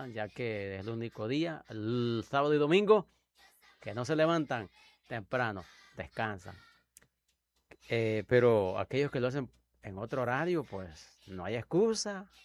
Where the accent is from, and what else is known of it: El Salvador